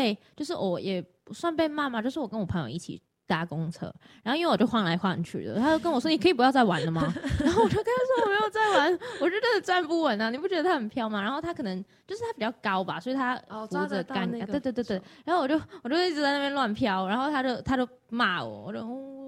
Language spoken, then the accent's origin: Chinese; Hong Kong; now in Taiwan; 我是香港人。